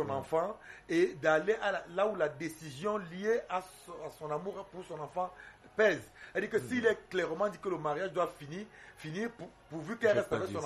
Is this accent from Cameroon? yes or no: yes; Cameroon; nous sommes quand même des Africains, nous sommes des Camerounais, nous savons comment ça se passe dans nos familles.